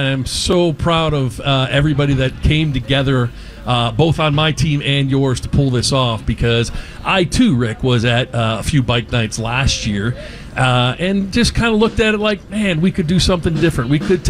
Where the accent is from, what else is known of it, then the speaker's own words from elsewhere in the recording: Cleveland, Ohio, United States; moved away; I grew up in Cleveland, Lake Erie area